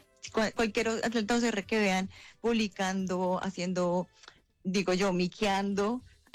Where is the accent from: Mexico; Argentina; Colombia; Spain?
Colombia; now in Australia; nos toca quitarnos la bandera, pero igual seguimos siendo colombianos, esto no nos lo va a quitar nadie nunca.